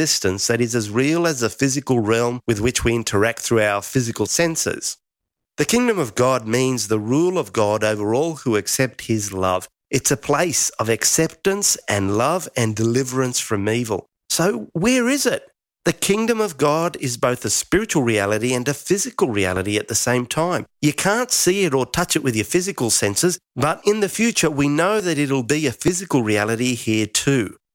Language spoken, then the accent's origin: English; Australia; I grew up in Australia